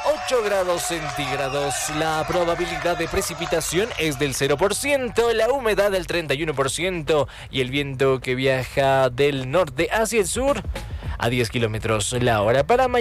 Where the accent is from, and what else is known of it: Bolivia